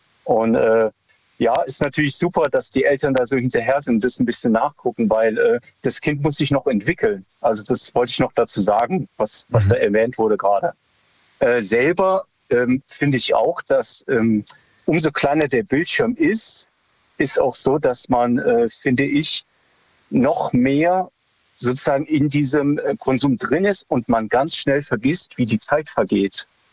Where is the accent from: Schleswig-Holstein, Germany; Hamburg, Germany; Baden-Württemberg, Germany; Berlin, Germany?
Baden-Württemberg, Germany; Freiburg; hallo, ich bin aus Freiburg.